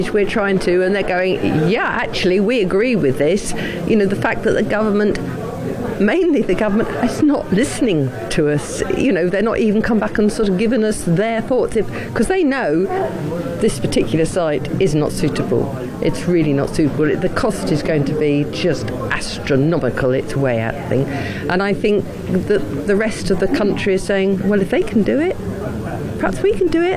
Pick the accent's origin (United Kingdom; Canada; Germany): United Kingdom; because I'm a British citizen and I love our country